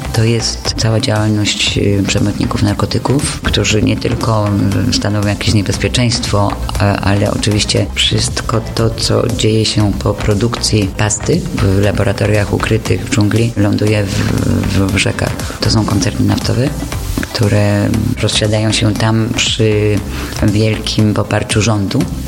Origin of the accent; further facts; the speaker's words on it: Kraków, Lesser Poland, Poland; moved away as an adult; now in Peru; jestem krakowianką, no i zakopałam się w dżungli amazońskiej w Peru, gdzie mieszkam i pracuję od 43 lat.